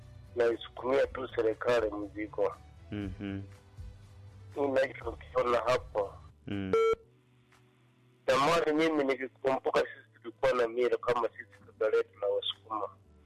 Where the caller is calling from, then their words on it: Tanzania; nikiwa Masana Mtongoji cha Mombani au Mtama kufaa na Mchembe za maji hapa Tanzania.